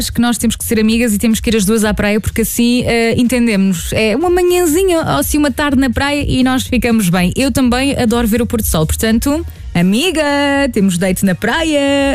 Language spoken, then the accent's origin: Portuguese; Bulgaria; now in Portugal; Eu venho da Bulgária, nós na Bulgária não temos oceano, temos mar